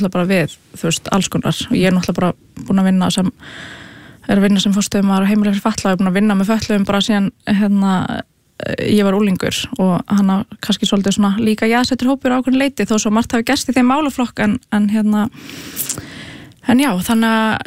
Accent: Reykjavík, Capital Region, Iceland; ég ólst upp í Breiðholti og var í Hólabrekkskóla og flutti hana í hérna Gaggó í Fossvoginn

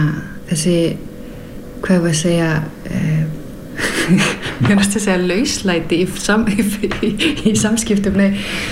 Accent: Denmark; now in Iceland; Nú ég alin upp í Danmörku og þar er það mjög sjaldan að þú verður fyrir reiði í opinberu rými

